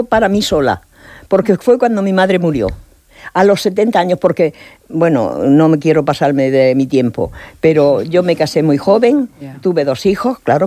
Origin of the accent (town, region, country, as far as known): Cartagena, Region of Murcia, Spain; moved away as an adult; now in Murcia, Spain